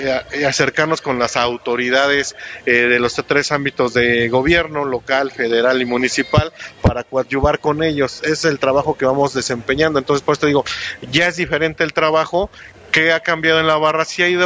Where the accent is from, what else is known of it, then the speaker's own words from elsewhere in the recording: State of Mexico, Mexico; yo soy del Estado de México.